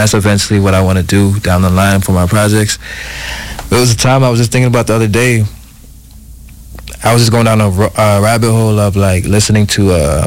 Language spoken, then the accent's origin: English; Minnesota, United States; because I come from Minnesota. I come from the cold, you know. Like we got to hustle in the cold.